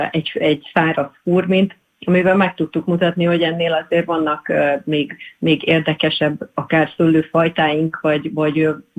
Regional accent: Hungary; moved away as an adult; also born or lived in Scotland; 2008-ban, amikor magyarként, nőként kikerültem Skóciába, a világ vezető szállodáinak egyikébe

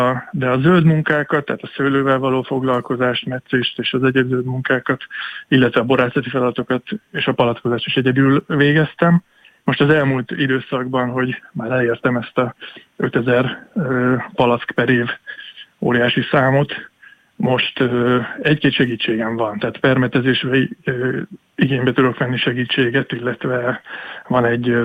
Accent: Tapolca, Veszprém County, Hungary; Tapolcán nőttem föl, és a ház, ahol cseperedtem, annak az ablakából a Szentgyörgyhegyre láttam rá direktbe.

